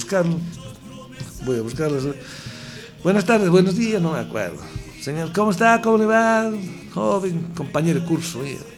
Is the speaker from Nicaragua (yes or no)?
no; Tarija, Bolivia; ¡El himno de mi tierra Tarija, señores!